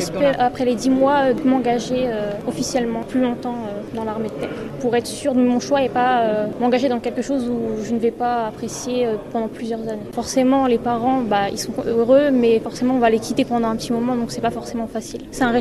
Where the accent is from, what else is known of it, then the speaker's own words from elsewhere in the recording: Normandy, France; Je suis originaire de Normandie, dans l'Eure.